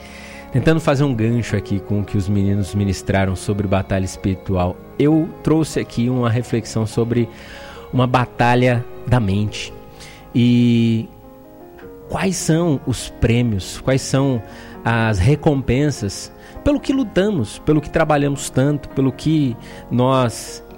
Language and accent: Portuguese; Brazil; A gente, como brasileiro